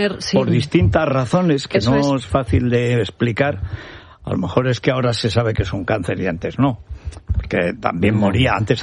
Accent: Orihuela del Tremedal, Aragon, Spain; no toques la Virgen del Tremedal, no toques mi pueblo

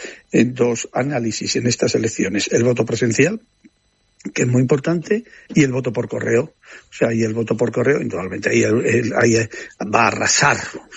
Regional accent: Trujillo, Extremadura, Spain; born or raised there

